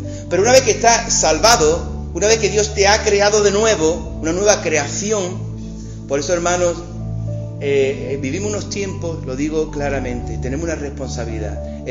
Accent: Spain; por ser españoles, por tener nuestra cultura, nuestra mentalidad, nuestra interpretación.

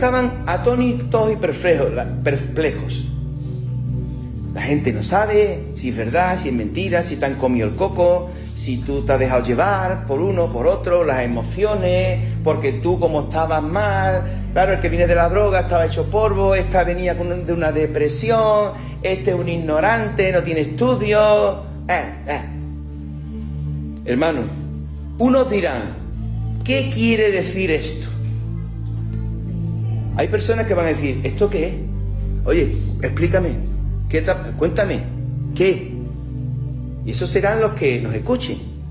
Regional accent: Andalusia, Spain; accent: Andalusian; Los galileos eran como los andaluces, hablaban el hebreo con un acento así como nosotros.

